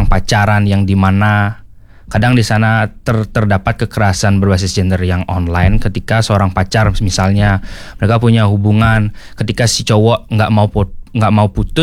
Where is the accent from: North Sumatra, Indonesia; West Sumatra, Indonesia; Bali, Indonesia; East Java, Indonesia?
Bali, Indonesia; Gianyar; Saya dari Gianyar, tepatnya tempat Siring.